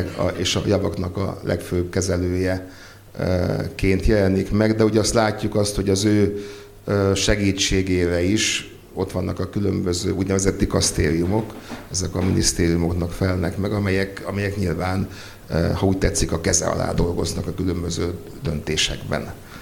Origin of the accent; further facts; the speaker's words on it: Kecskemét, Bács-Kiskun, Hungary; az én szülővárosomban, Kecskeméten